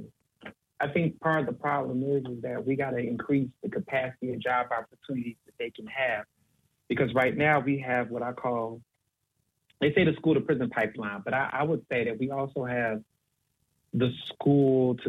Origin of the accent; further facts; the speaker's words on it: Houston, Texas, United States; also born or lived in Chicago; now in Philadelphia, United States; I grew up in Texas. I lived in Philadelphia for 16 years. But when I grew up and how I grew up in the cities I'm from, right, born in Chicago, but grew up in Houston